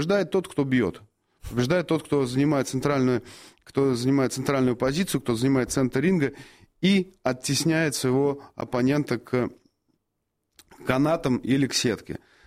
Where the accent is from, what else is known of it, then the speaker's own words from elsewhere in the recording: Russia; мы из России.